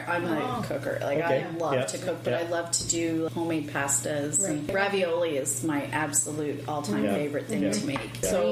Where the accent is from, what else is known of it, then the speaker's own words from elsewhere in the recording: Brampton, Ontario, Canada; also born or lived in Newfoundland, Canada; I'm a city girl. I'm from Newfoundland, but I was raised in Ontario in Brampton, almost downtown Brampton.